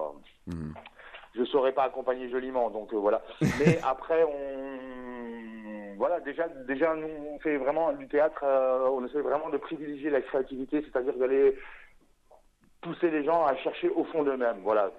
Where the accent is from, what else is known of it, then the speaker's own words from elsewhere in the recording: Longwy, Grand Est, France; moved away; Moi, je sais que j'ai dit que j'étais parti de Longwy assez tôt, quand j'étais plus jeune.